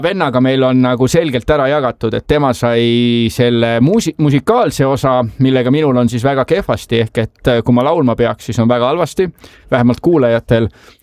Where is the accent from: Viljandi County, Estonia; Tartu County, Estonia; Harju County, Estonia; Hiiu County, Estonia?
Tartu County, Estonia; Tartu; Toomel sündinud ja põline tartlane